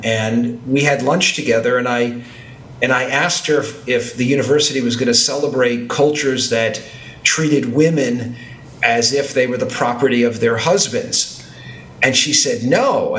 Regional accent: United States; as an American who was used to people lining up to communion in an orderly fashion

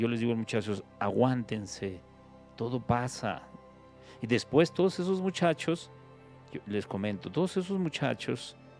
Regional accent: Zacatecas, Mexico; moved away; Y también cuando salí de México, de Zacatecas a México al seminario, sin conocer nada, Padre, yo me fui sin conocer nada.

